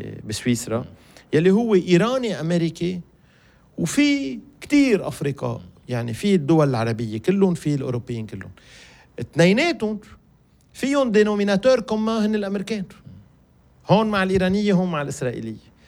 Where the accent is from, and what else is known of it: Lebanon